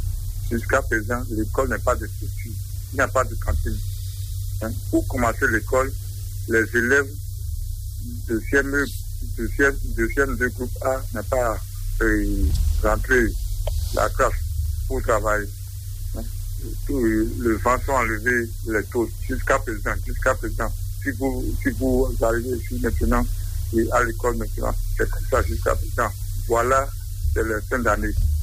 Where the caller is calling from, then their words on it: Porto-Novo, Ouémé, Benin; J'appelle de Porto Nouveau, commune de l'arrondissement de Manri, Katiyeji.